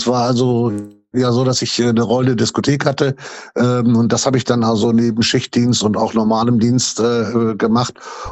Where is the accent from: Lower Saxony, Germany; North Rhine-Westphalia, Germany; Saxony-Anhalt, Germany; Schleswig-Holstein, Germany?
Schleswig-Holstein, Germany; Fehmarn; moved away as an adult; now in Thailand; Ich bin auf der Ostseeinsel Fehmarn ja groß geworden.